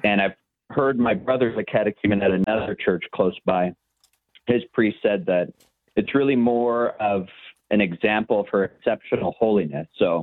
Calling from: Northridge, California, United States; Suburb, Northridge, if you know it. We got a university.

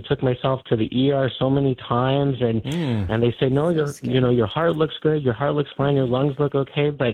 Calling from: Phoenix, Arizona, United States; I'm calling from Phoenix, Arizona

